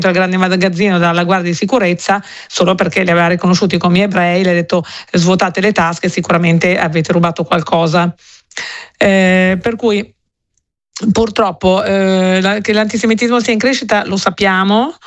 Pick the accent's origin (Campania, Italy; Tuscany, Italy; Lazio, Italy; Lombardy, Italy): Lombardy, Italy; Milan; io parlo di Milano perché sono milanese, sono la vicepresidente della comunità ebraica di Milano